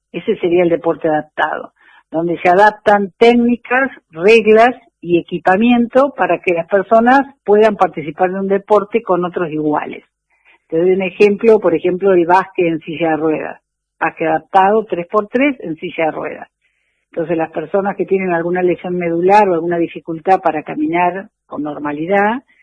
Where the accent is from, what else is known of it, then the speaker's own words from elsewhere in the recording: Puerto Madryn, Chubut, Argentina; yo estoy en Madrid, soy de Madrid